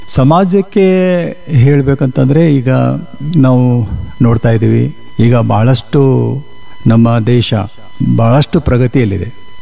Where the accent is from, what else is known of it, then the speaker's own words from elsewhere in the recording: Belagavi, Karnataka, India; ನಾನು ಬೆಳಗಾವಿಯಲ್ಲೇ ಇದ್ದೀನಿ, ಮತ್ತು ನಮ್ಮ ಊರ ಹತ್ರ ಇದೆ, ಅಲ್ಲಿ ಕೂಡ ನಮ್ಮ ಹೊಲ ಮನೆ ಎಲ್ಲ ಇರೋದ್ರಿಂದ ಅಲ್ಲಿಗೂ ಹೋಗ್ತಾ ಇರ್ತೀನಿ.